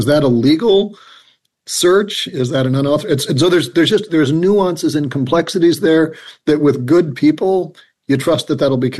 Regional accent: United States; As an American

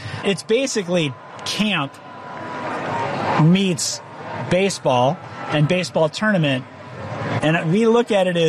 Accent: Whittier, California, United States; also born or lived in Englewood; I was born in Englewood, raised in Whittier, so East LA. We were broke a couple times over, but sports was the thing that bonded us.

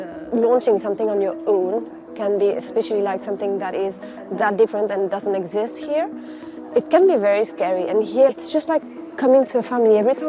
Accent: Mauritius; I'm from Mauritius

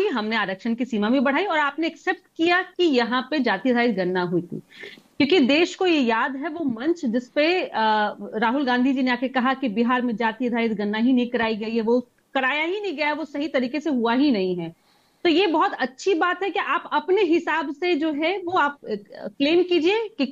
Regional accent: Bihar, India; मैं यादव कम्युनिटी से बिलोंग करती हूँ और मुझे पता है कि यादव, जो कि मैं बिहार से हूँ

